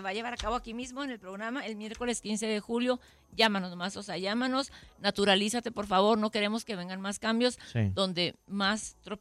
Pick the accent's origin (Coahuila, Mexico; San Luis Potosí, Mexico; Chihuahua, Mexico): Chihuahua, Mexico; Ciudad Juárez; Recuérdense, somos Raramuris de Ciudad Juárez.